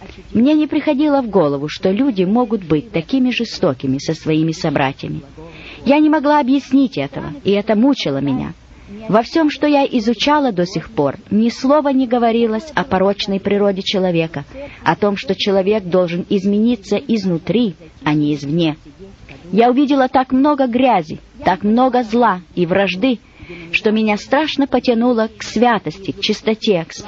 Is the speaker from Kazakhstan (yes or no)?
no; Donbas, Ukraine; born there; Я родилась в России, в Донбассе, в тени дымящихся терриконов угольных шахт.